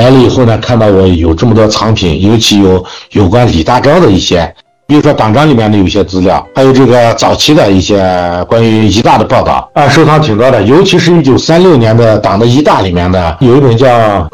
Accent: Xinjiang, China; 我来自新疆嘛。

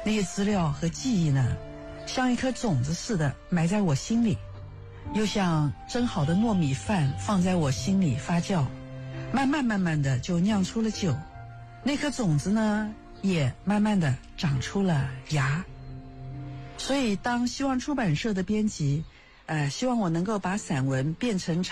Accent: Jiangxi, China; moved away; 我的童年是在赣南一座小山村度过的

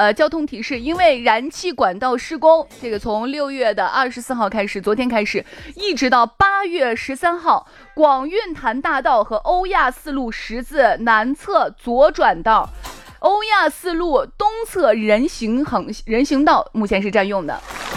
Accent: Chang'an County, Shaanxi, China; 大家好，我是来自长安县的

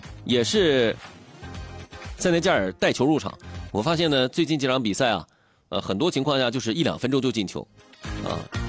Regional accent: China; 我们中国人最熟悉了

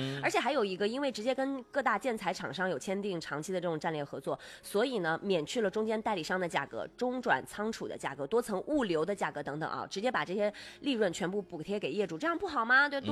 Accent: Inner Mongolia, China; 因为我是内蒙古人，我多少了解，虽然我也没住过

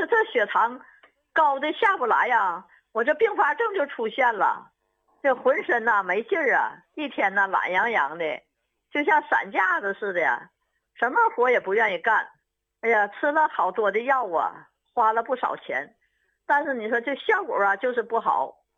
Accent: Shenyang, Liaoning, China; 是老朋友了，啊，我是沈阳的， … 也是长春易售的受益者，啊，我今年呢68岁了

